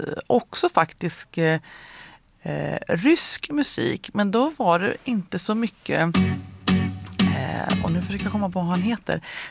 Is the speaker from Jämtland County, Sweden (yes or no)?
yes; Frösön, Jämtland County, Sweden; Jag är ju från Frösön